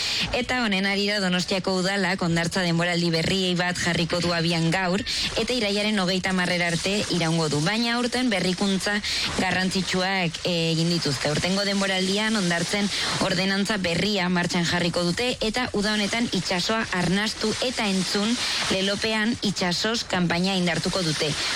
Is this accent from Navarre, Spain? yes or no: yes; Eltzaburu, Navarre, Spain; nire herritik, eltzaburutik, oinez joaten gara